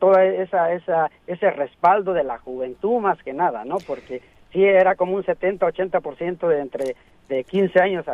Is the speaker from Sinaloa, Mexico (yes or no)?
no; Oaxaca, Mexico; de sentirnos muy orgullosos como oaxaqueños